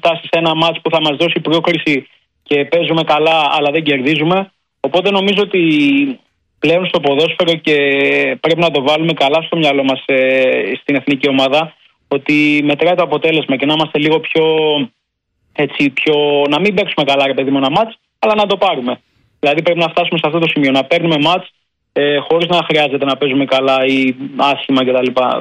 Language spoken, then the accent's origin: Greek; Greece; εμείς οι Έλληνες